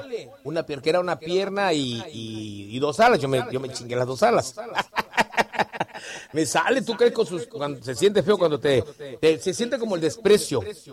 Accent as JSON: {"language": "Spanish", "country": "Mexico", "accent": "costeño", "said": "Como somos los costeños"}